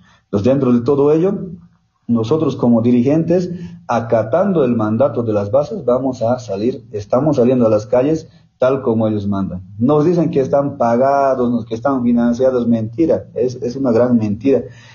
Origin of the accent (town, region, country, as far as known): Bolivia